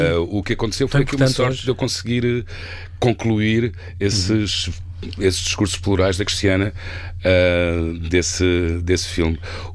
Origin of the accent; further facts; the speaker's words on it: Maputo, Maputo City, Mozambique; Eu ainda me lembro de me orientar em Maputo, anteriormente Lourenço Marques, onde eu cresci.